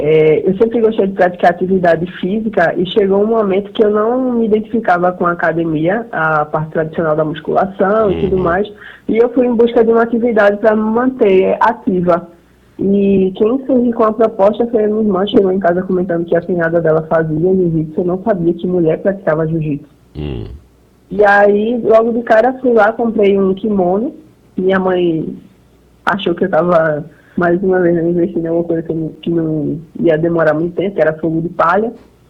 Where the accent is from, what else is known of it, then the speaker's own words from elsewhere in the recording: Recife, Pernambuco, Brazil; Eu sou aqui de Recife.